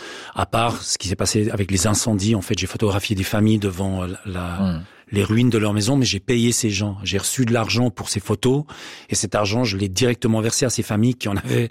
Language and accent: French; Renens, Vaud, Switzerland; c'est juste parce que j'ai grandi à Renaud apprenant en tant que fils d'immigré